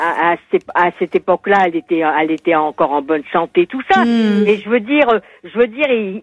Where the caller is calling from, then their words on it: Normandy, France; je suis normande